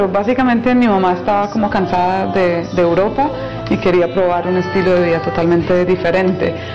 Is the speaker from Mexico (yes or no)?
no; Colombia; born there; also born or lived in Inishree, Ireland; mi familia se trasladó a Colombia cuando yo tenía apenas 2 años.